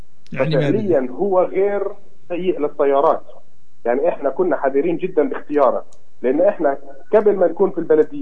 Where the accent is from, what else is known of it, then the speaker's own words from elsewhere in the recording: Palestine; احنا شعب فلسطيني